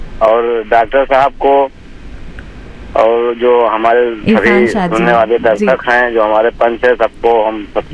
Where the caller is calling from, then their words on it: Utraula, Uttar Pradesh, India; sir हमारा block Utraula जिला बलरामपुर